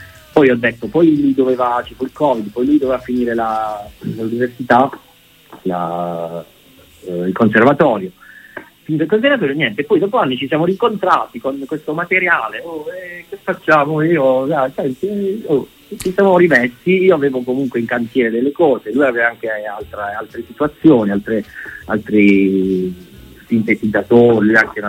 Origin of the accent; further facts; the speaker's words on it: Mola di Bari, Apulia, Italy; mentre io sono di Mola di Bari, e Niccolò è di Capurso, che sono due, sì, paesi a 15-20 km più o meno da Bari